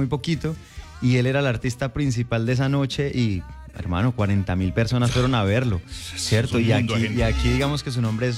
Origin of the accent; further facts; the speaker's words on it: Monterrey, Nuevo León, Mexico; Para que veas que en Monterrey, en la zona de donde yo soy, no es que suene mucha música